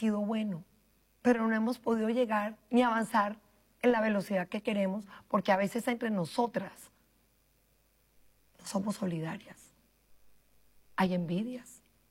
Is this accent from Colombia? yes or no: yes; Colombia